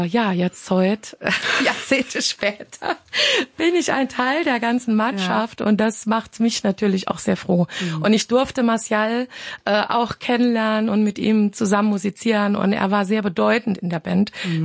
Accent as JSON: {"language": "German", "region": "Saarland", "country": "Germany"}